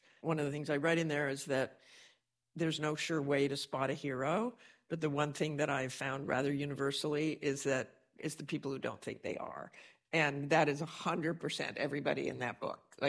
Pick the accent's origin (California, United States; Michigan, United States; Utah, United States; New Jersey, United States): Utah, United States; Salt Lake City; born or raised there